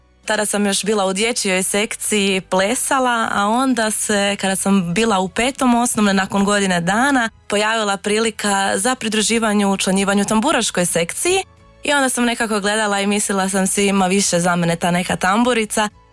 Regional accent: Karlovac County, Croatia; Pa svakako bi prvo krenula sa nekim ljepotama u Zagorju Ogulinskom, ipak je to moj rodni kraj

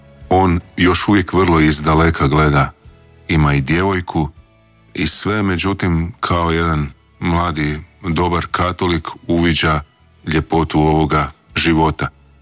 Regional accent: Dalmatia, Croatia; ja sam porijeklom iz Dalmacije

